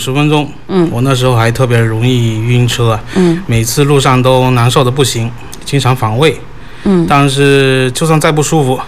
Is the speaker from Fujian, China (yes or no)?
yes; Fu'an, Fujian, China; 对，我是土生土长的牧羊人。小学阶段我都是在牧羊读的书